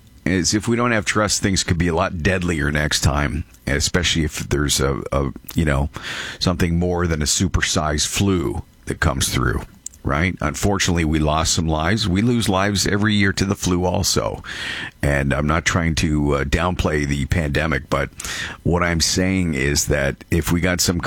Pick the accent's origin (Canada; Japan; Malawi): Canada; Brantford, Ontario; they were in my hometown of Brantford, too.